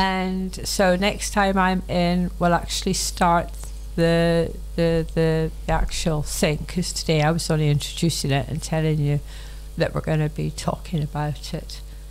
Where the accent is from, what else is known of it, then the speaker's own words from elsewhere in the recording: Scotland, United Kingdom; I'm Scottish